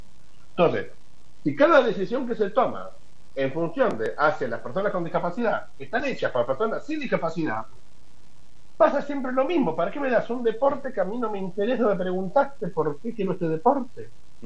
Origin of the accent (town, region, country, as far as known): Argentina